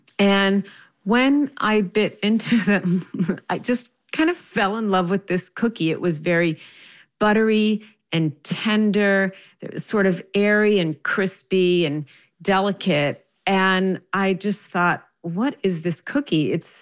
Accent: New Jersey, United States; growing up in New Jersey, which is where I grew up

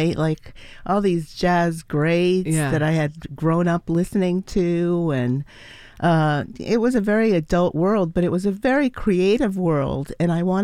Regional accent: New York City, New York, United States; also born or lived in Buenos Aires, Argentina; I was born in Buenos Aires, mm-hmm. and my family left and emigrated to New York City.

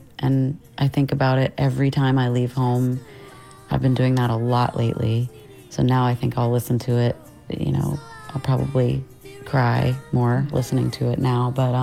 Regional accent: Meridian, Mississippi, United States; this is a song I could have used when I was growing up in Meridian, Mississippi.

